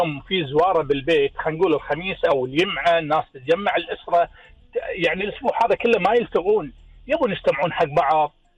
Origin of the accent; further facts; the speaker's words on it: Kuwait; احنا عندنا بالكويت عاداتنا وتقاليدنا